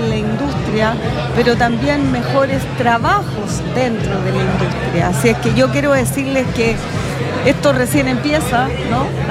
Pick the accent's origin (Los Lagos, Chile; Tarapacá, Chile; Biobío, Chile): Tarapacá, Chile; Iquique; Los que somos tarapaqueños, iquiqueños de corazón